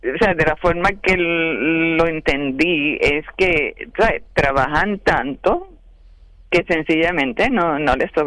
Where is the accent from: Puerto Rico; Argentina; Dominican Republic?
Puerto Rico; San Sebastián; la historia de mi pueblo, de San Sebastián.